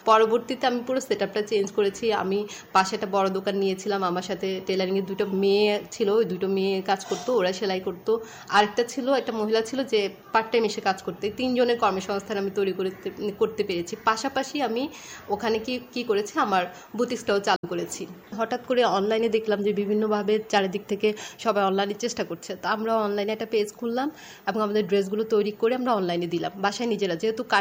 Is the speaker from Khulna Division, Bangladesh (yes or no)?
no; Noakhali, Chittagong Division, Bangladesh; আমি নোয়াখালীর মেয়ে